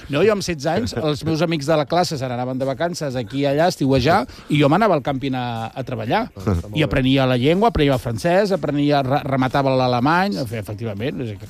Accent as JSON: {"language": "Catalan", "town": "Cambrils", "region": "Catalonia", "country": "Spain", "moved": "yes", "lives_now": "Barcelona, Spain", "said": "Jo sóc de Cambrils"}